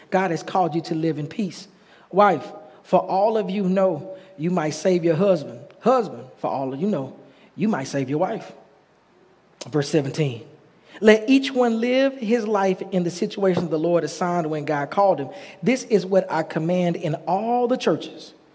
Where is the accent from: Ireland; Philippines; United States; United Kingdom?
United States; Dallas, Texas; I grew up in Texas. So in Texas, you know, in Dallas, we got the city, but then you can go right outside of Dallas and it's not so city anymore. Become a little more rural.